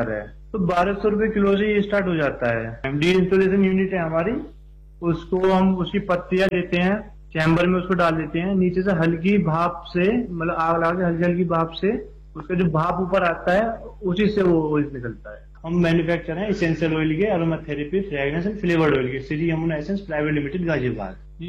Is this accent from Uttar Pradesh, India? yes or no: yes; Bulandshahr district, Uttar Pradesh, India; मैं रहने वाला जिला बुलंदशहर पुर्जा, मेरे गांव का नाम ग्राम गवाह है